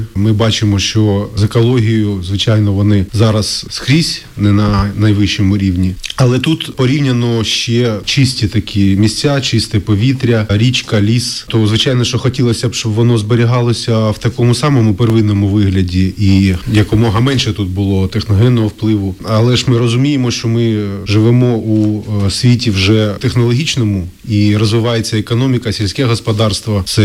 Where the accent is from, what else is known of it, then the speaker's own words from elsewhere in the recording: Lubny district, Poltava Oblast, Ukraine; moved away; Я не місцевий житель, але я тут виріс, тут народився мій батько, дід з бабою. Це для мене, ну, мої рідні місця, ну, батьківщина.